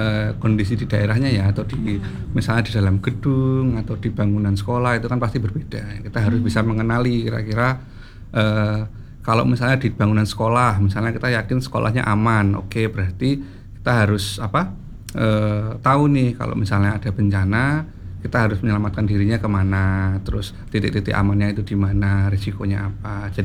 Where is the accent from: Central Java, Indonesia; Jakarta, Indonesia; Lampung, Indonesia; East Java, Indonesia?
East Java, Indonesia; Bojonegoro; now in Sidoarjo, Indonesia; Saya aslinya Bojonegoro.